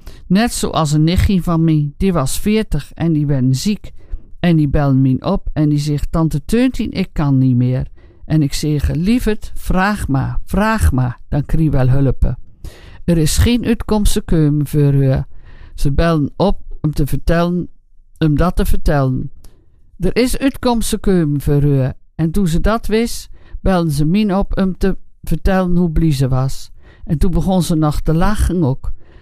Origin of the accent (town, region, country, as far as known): Gelderland, Netherlands; born there; also born or lived in Zwolle, Overijssel